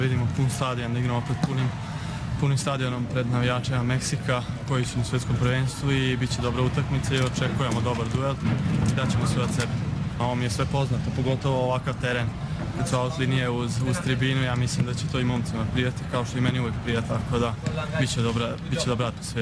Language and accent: Serbian; Serbia; mislili smo da je to kao kod nas u Srbiji